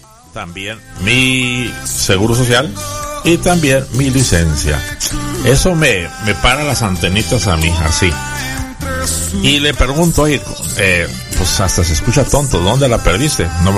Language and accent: Spanish; Mexico; now in United States; porque yo soy mexicano